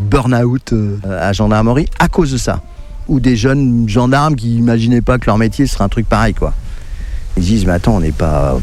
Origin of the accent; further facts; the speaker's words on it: Saint-Nazaire, Pays de la Loire, France; moi je viens de Saint-Nazaire en Loire-Atlantique